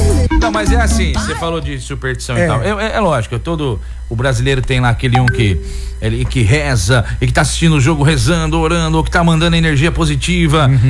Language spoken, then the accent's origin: Portuguese; Brazil; nós somos brasileiros